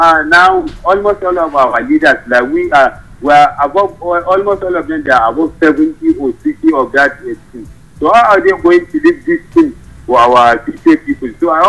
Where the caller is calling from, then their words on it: Lagos, Nigeria; I'm calling from Lagos.